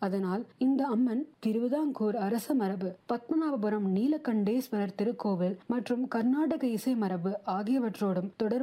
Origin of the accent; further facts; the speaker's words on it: Tamil Nadu, India; புரம் தான் என்னுடைய சொந்த ஊர்.